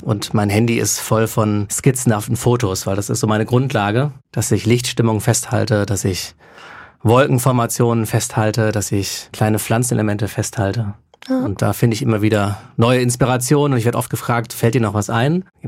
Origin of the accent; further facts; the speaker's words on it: Münster, North Rhine-Westphalia, Germany; ich bin so als Münsteraner mit der Skateboard-Kultur groß geworden, mit Titus.